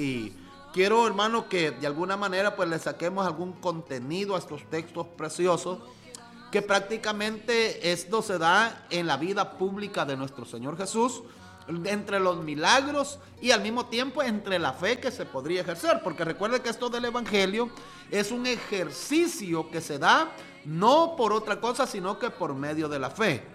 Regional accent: El Salvador; nosotros aquí como somos salvadoreños

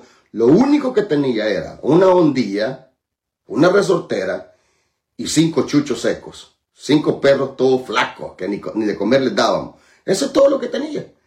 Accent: Chilcuyo, El Salvador; Ya usted sabe dónde nací yo, allá en Cantón Chilcuyo. Usted ya sabe que ahí nací. No había luz eléctrica, no había agua potable, no habían baños.

